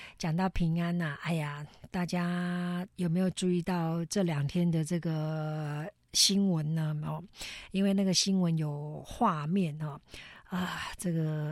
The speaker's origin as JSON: {"language": "Chinese", "country": "Taiwan", "said": "暂时没有我们台湾人失踪"}